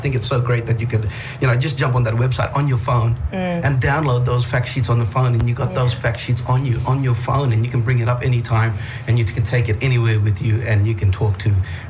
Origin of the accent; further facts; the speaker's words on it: Kununurra, Western Australia, Australia; now in Derby, Australia; Because we're in Derby. I grew up in Kununurra. I got family back in Kununurra.